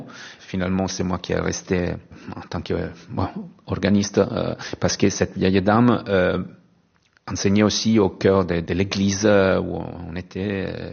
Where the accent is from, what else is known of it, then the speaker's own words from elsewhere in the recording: Pisa, Tuscany, Italy; French is a second language; Et ce côté sarde a été très fort pour moi parce que j'ai grandi à Pise, mais avec une grand-mère sarde.